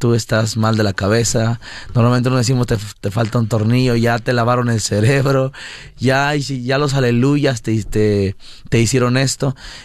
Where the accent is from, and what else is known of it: San Luis Potosí, Mexico; born or raised there; also born or lived in Mexico City